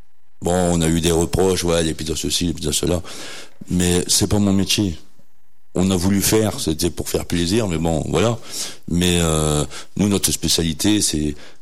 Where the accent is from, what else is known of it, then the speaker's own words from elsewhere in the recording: Hauts-de-France, France; moved away as an adult; now in Trièves, France; mon épouse et moi, on vient du Nord-Pas-de-Calais, côté de Béthune.